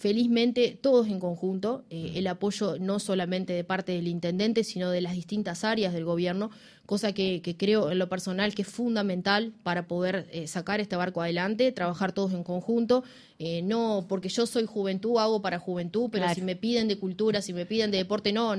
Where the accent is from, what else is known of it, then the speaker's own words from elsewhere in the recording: Paysandú, Uruguay; yo en mi caso soy de Paysandú, no hay quien no diga qué buena la fiesta de la cerveza.